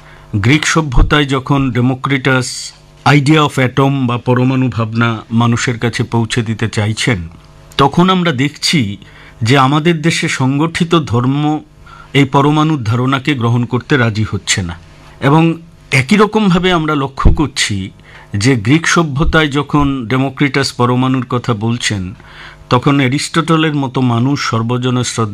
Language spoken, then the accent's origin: Bangla; India; কিন্তু একজন ভারতীয় হিসেবে যে কথাটা বলতে ভালো লাগছে